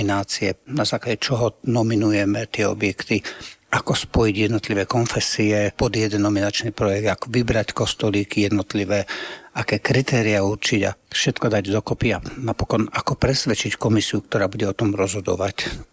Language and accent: Slovak; Žilina Region, Slovakia